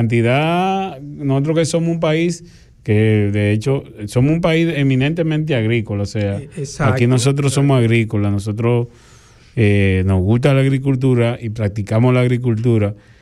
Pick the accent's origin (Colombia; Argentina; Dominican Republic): Dominican Republic; nosotros tenemos como República Dominicana